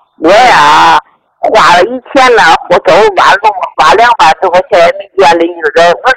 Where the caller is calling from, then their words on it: Dagang, Tianjin, China; 我在天津市大港区西风北里在这儿住